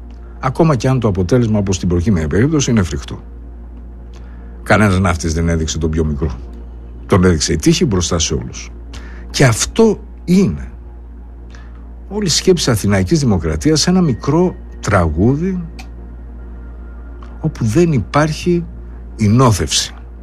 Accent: Greece

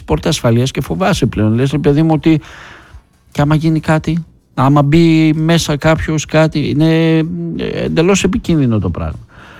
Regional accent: Greece

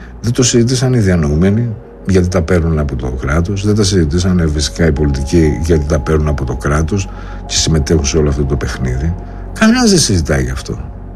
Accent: Greece; εμείς σαν Έλληνες πολίτες

